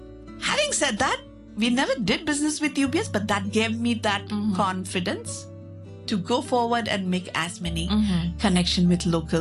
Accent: India; moved away as an adult; now in Hong Kong; being an Indian

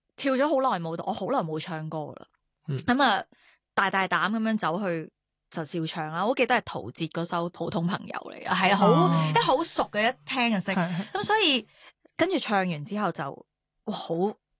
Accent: Canada; now in Hong Kong; 其实我细个喺加拿大嘅时候系歌唱比赛出身啦，然之后已经喺本地嘅一啲电视台做主持。

